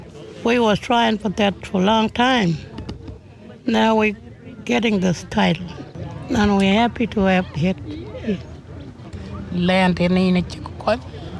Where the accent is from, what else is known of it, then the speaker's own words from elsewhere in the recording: Australia; I'm from Alalcra.